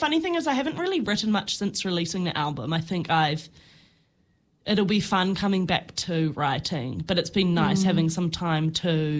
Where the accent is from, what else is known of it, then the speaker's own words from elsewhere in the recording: New Zealand; sounds like a New Zealander.